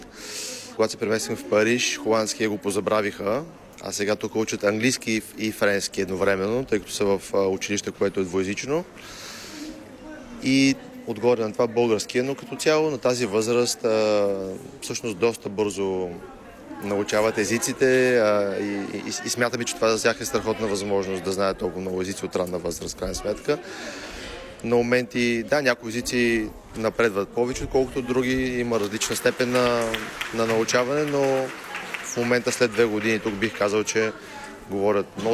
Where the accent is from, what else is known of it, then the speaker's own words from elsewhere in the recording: Plovdiv, Plovdiv Province, Bulgaria; moved away as an adult; also born or lived in Netherlands; now in Paris, France; преди това живяхме в Холандия 13 години. Иначе аз съм от Пловдив, а съпругата ми от Силистра.